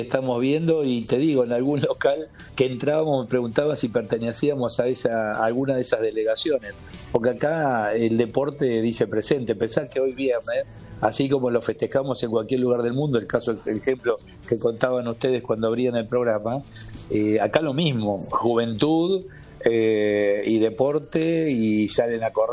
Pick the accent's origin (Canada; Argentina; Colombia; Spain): Argentina; now in Naples, Italy; cuando estás acá y te das cuenta que te escuchan que sos argentino